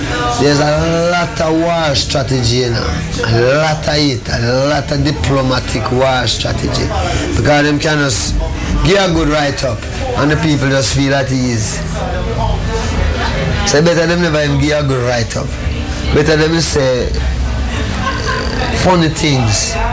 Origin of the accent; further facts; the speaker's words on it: Jamaica; Because during my time growing up in Jamaica, from I reached 16, 17, from I reached 18, I never stopped running from police till I had 32.